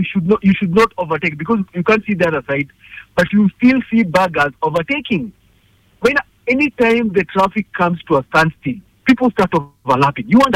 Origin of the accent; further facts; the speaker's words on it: Kenya; we just don't have discipline as Kenyan road users